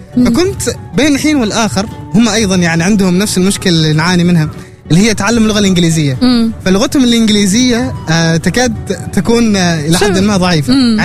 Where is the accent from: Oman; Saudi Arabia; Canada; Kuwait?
Oman; أنا عماني 100%